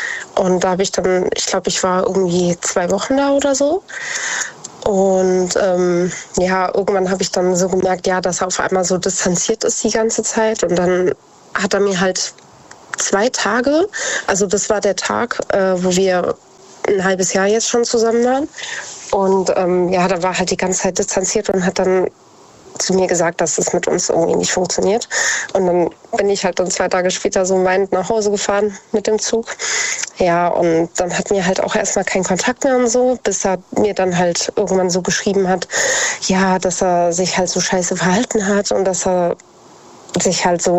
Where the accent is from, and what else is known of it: Idstein, Hesse, Germany; born or raised there